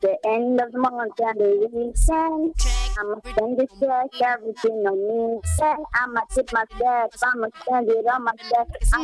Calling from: Ogun, Nigeria; I'm from Ogun State.

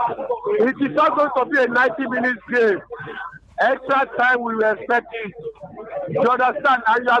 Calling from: Abeokuta, Ogun, Nigeria; I'm calling you from Abeokuta, live and direct.

